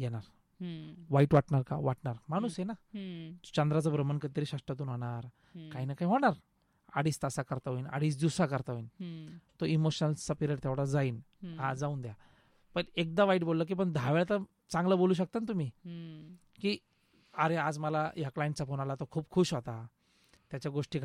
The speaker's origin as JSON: {"language": "Marathi", "town": "Ahilyanagar", "region": "Maharashtra", "country": "India", "moved": "yes", "said": "मी अहिल्या नगरचाच आहे"}